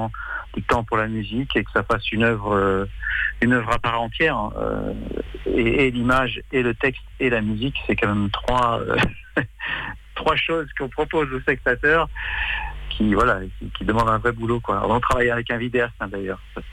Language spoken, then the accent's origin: French; France